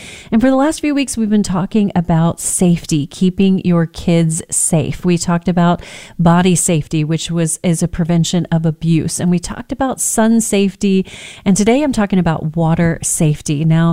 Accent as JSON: {"language": "English", "region": "Texas", "country": "United States", "tie": "born or raised there", "said": "I grew up on the Texas Gulf Coast."}